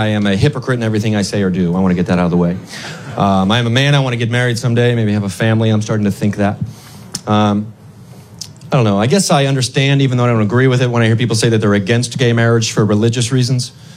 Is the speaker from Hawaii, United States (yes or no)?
yes; Honolulu, Hawaii, United States; I come from Honolulu.